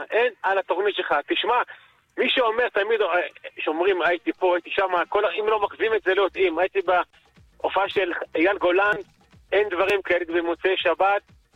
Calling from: Holon, Tel Aviv District, Israel

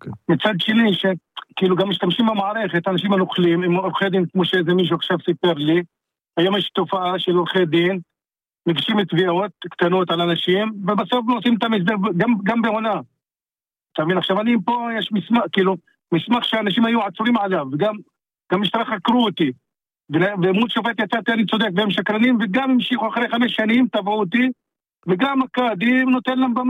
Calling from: Lod, Central District, Israel

